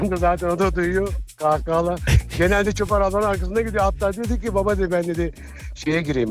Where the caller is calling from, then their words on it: Thrace, Turkey; Abi ben Trakyalıyım be ya.